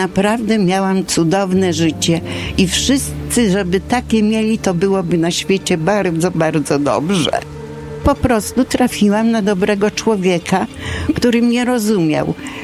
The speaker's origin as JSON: {"language": "Polish", "region": "Kuyavian-Pomeranian Voivodeship", "country": "Poland", "tie": "born or raised there", "also_born_or_lived": "Toruń", "moved": "as an adult", "lives_now": "Bydgoszcz, Poland", "said": "78. W Bydgoszczy jestem od 68 roku. Pochodzę z Kujaw. Jestem rodowitą Kujawianką."}